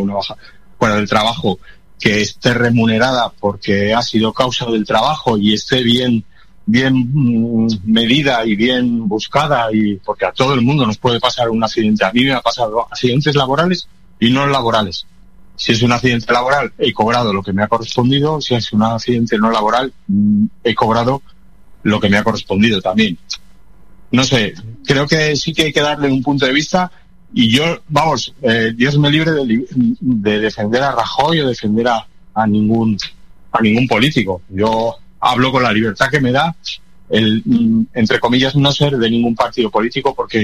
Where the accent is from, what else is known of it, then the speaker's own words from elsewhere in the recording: Spain; Y como buenos españoles que somos, siempre buscamos el cobrar mucho y hacer poco.